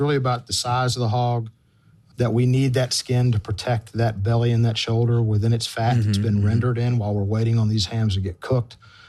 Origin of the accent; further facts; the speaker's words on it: Memphis, Tennessee, United States; born there; I was born in Memphis. Our family farm, both my parents, both sides of my family are from Corinth, Mississippi.